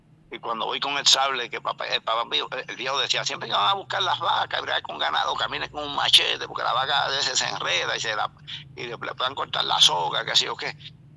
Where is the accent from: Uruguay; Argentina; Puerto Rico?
Puerto Rico; yo soy banilejo, no tengo papeles, soy puertorriqueño, pero me identifico con todos ustedes ahí.